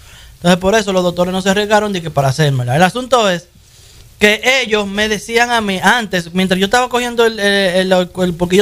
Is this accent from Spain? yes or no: no; Dominican Republic; now in Boston, United States; yo venía de mi amada patria